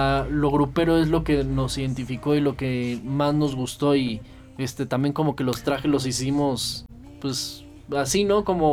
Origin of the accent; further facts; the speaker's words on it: Mexico; nos gusta mucho cantar en español y nos gusta pues nuestro idioma. Somos mexicanos.